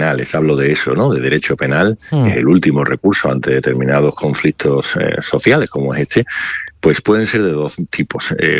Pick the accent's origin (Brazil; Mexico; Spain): Spain; Cazalla de la Sierra, Andalusia; born there; moved away; Sí, soy un sevillano de Cazalla de la Sierra